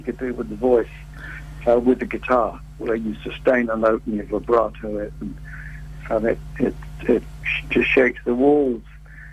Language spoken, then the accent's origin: English; London, United Kingdom; I think that the 1960s was a very good time to be growing up in London.